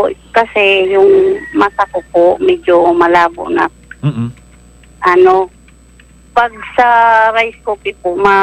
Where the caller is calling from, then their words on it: Santa Margarita, Eastern Visayas, Philippines; Kalbayog po.